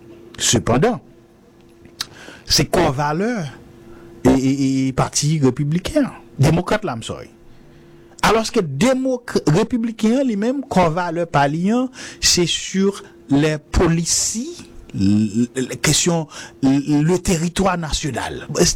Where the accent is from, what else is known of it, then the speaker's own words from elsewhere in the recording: Haiti; Mais haïtiens sont peuple qui est très conservateur.